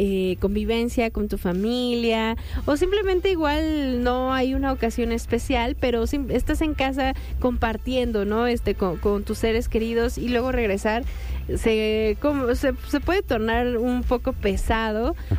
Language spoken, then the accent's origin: Spanish; State of Mexico, Mexico; Como lo platicamos, quienes venimos del Estado de México, sí se convierte en como si de pronto tomáramos un autobús hacia Hidalgo